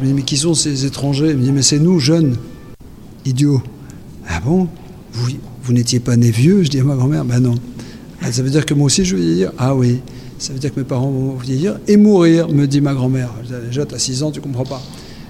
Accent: France; born there; c'est-à-dire que je viens d'une famille grecque du centre du pays avec des parents immigrés qui ont fait que je suis né en France.

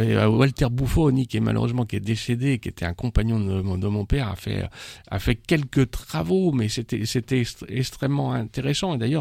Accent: Saint-Nazaire, Pays de la Loire, France; born there; Et donc, je suis né en 1960 à Saint-Nazaire, donc je connais très très bien ce terroir-là, toute cette communauté-là.

